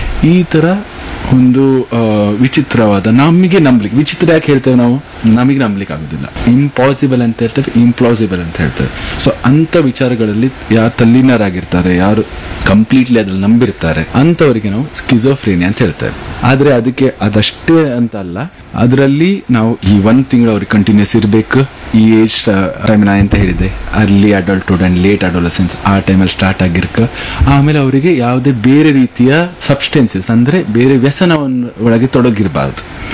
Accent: Karnataka, India; ಈಗ ನಾನು ಇಲ್ಲಿನವನೇ ಬ್ರಹ್ಮರುದವನೇ ಅಲ್ವಾ, ನನ್ನ ಕಸ್ಟಮ್ಸ್ ಕಲ್ಚರ್ ವೆರಿ ರಿಚ್

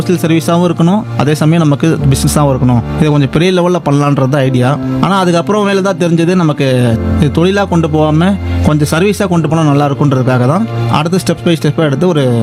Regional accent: Salem, Tamil Nadu, India; என்னோட சொந்த ஊர் வந்து சேலம் மாவட்டம்.

